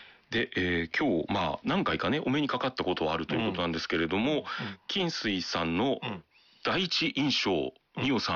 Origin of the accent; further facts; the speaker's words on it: Kanto, Japan; 関東出身なので、